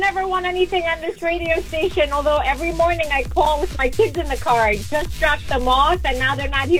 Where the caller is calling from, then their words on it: New York City, New York, United States; I am from Astoria, New York.